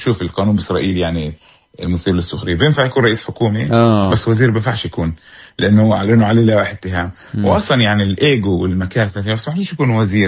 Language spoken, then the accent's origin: Arabic; Palestine; علينا كلنا كفلسطينيين